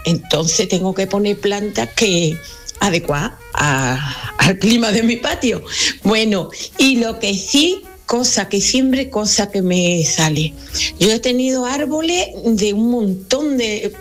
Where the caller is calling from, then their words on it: Dos Hermanas, Andalusia, Spain; de Dos Hermanas.